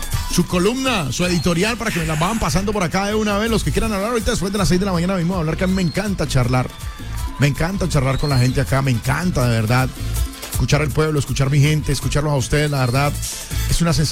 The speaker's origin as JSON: {"language": "Spanish", "country": "Colombia", "said": "aquí todos somos colombianos, aquí todos somos igualitos, toditos."}